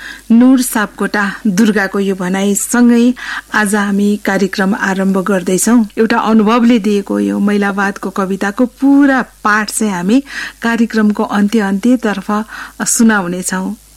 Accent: Butwal, Lumbini Province, Nepal; born there; जन्मथलो Rupandehi Butwal.

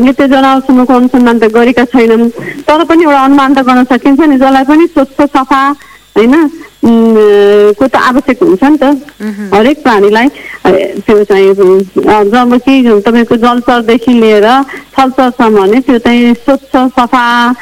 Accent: Kathmandu, Bagmati, Nepal; born there

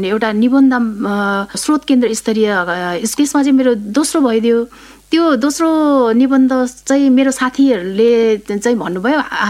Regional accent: Koshi Province, Nepal; born there

